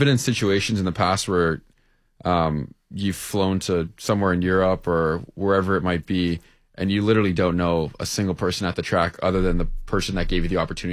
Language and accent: English; Canada; I'm Canadian